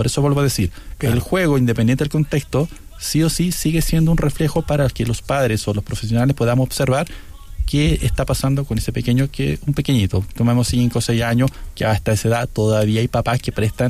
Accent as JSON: {"language": "Spanish", "country": "Chile", "said": "niños que somos chilenos"}